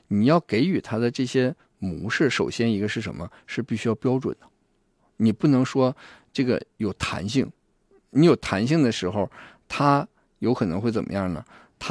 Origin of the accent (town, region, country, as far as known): Northeast China, China